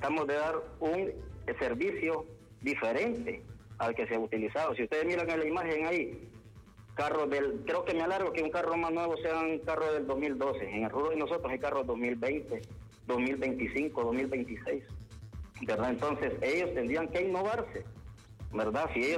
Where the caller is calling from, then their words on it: Honduras; Todos somos hondureños